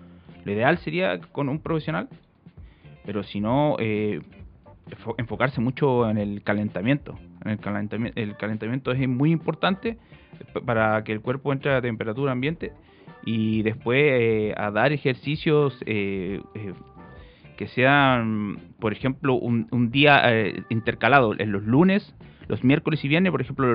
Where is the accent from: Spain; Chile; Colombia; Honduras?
Chile